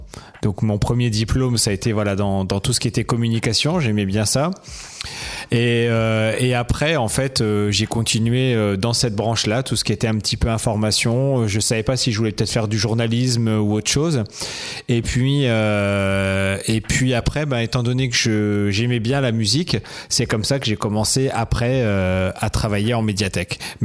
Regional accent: Grand Est, France; moved away as an adult; also born or lived in Forbach / Nancy; now in Troyes, France; Alors moi je suis mosellan d'origine, je suis né à Forbach en Moselle, qui est près de Metz, et j'ai grandi juste à côté, pas très loin de la frontière allemande, en Moselle. Et ensuite, pour les études, je suis parti à Nancy, et après, au fur et à mesure du temps, je suis toujours resté un petit peu dans la région Grand Est.

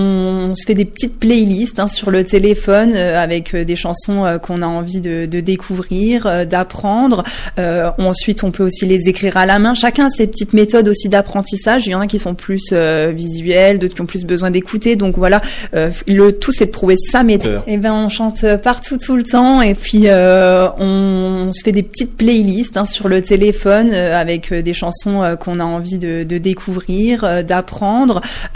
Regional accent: Hussigny-Godbrange, Grand Est, France; je suis une jeune femme de 29 ans. J'ai toujours habité du coup en Meurthe-et-Moselle, notamment à Ucigny-Godeprange. J'y habite d'ailleurs encore.

